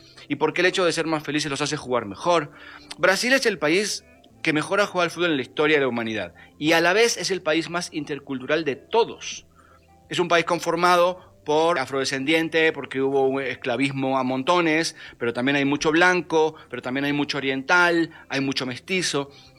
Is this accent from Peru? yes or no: no; Argentina; Yo soy argentino, pero me río mucho de los argentinos.